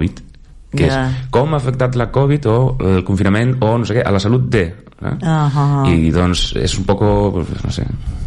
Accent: Galicia, Spain; Catalan is a second language; now in Catalonia, Spain; a la part de la costa, que és on soc jo, que es parla més ràpid i més com bailando

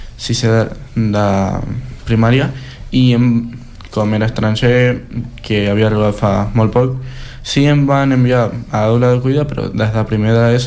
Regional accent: Argentina; Catalan is a second language; now in Spain; gent també nota molt quan ets d'un altre país, i normalment la gent diu sempre, gairebé sempre, que sóc argentí.

